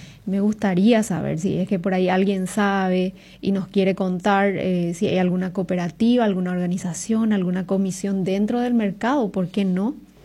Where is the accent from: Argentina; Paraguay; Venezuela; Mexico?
Paraguay; Nosotros somos, el paraguayo es de confianza.